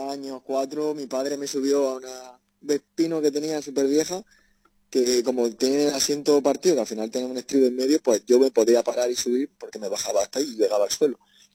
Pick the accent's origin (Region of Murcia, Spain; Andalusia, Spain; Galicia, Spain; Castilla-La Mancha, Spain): Andalusia, Spain; Beas de Segura; del ayuntamiento de mi pueblo, de Beas de Segura